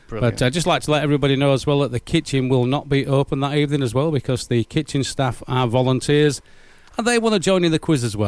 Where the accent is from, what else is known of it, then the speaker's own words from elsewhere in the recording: Australia; I mean, I am an Australian, but I still wear my England shirt with pride.